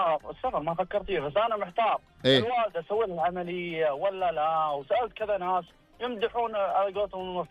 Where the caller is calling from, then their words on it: Riyadh, Riyadh Province, Saudi Arabia; من الرياض تحديدا خريص